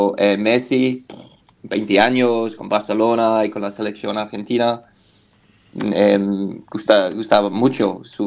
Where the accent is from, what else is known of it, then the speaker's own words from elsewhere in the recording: Edinburgh, Scotland, United Kingdom; Spanish is a second language; also born or lived in Málaga; now in Glasgow, United Kingdom; Estoy en Glasgow. Vivo en Glasgow, pero soy de Edimburgo, la capital.